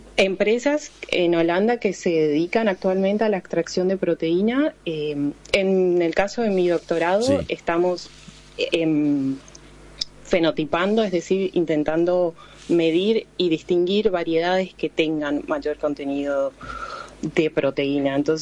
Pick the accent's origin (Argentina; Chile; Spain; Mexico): Argentina; moved away as an adult